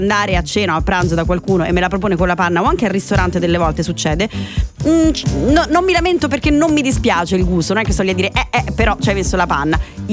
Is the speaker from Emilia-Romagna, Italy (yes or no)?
no; Rome, Lazio, Italy